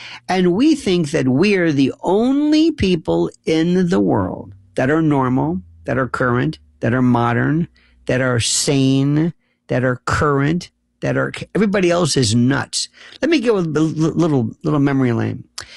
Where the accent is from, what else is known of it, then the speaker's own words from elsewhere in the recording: Tampa, Florida, United States; And I lived in, growing up in Tampa, or Tampa, as you would say, which is the home of MacDill Air Force Base.